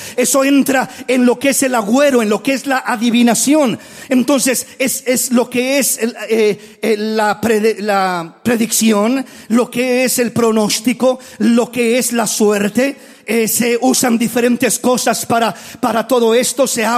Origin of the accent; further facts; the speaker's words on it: Mexico; moved away; el búho o el tecolote, le llamamos en México